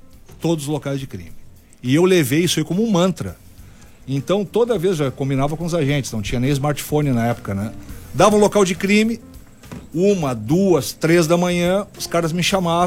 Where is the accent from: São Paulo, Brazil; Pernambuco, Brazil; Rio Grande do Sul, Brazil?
Rio Grande do Sul, Brazil; Santa Cruz do Sul; Eu sou de Santa Cruz do Sul.